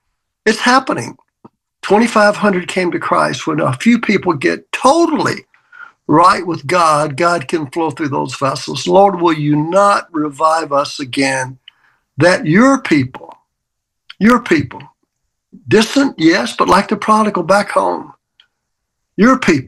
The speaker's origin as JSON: {"language": "English", "region": "Mississippi", "country": "United States", "tie": "born or raised there", "said": "I mean, I grew up in the Mississippi in the era of total racism. Fought it as even a young teenager."}